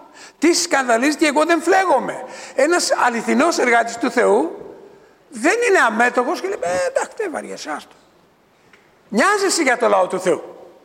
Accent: Thessaloniki, Central Macedonia, Greece; moved away; Δεν το λέω επειδή είμαι Θεσσαλονικιός, όχι. Άμα ξύσεις λίγο θα δεις Κρήτη γράφει πάνω. την άφησα.

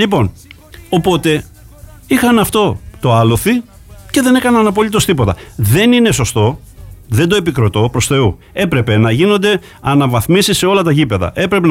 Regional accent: Gastouni, West Greece, Greece; now in Zakynthos, Greece; Μάλιστα από εκεί είμαι. Αγαπώ πάρα πολύ τον τόπο μου, όπως αγαπώ ακόμα περισσότερο τώρα εδώ που μένω τη Ζάκυνθο.

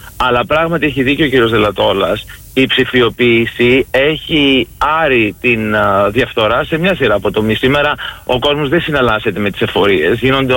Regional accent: Thessaloniki, Central Macedonia, Greece; είμαστε και συμπατριώτες από τη Θεσσαλονίκη

